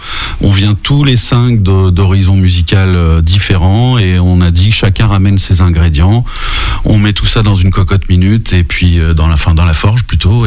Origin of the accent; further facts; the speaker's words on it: Île-de-France, France; born there; moved away as an adult; also born or lived in Lyon; now in Vendée, France; Moi, je viens d'une cité de Lyon. J'ai grandi ensuite en banlieue parisienne. Je suis arrivé en Vendée pour élever mes enfants.